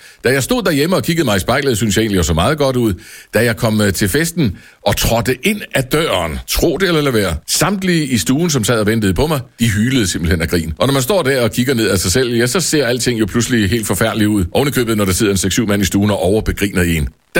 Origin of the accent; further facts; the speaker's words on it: Allingåbro, Central Denmark Region, Denmark; moved away; der er sommerfest hjemme i min hjemby. I Allingåbro kalder vi det heksefesten.